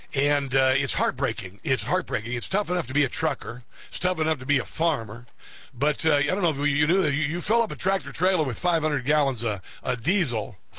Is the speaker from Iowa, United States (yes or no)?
yes; Iowa, United States; I was remembering growing up on Iowa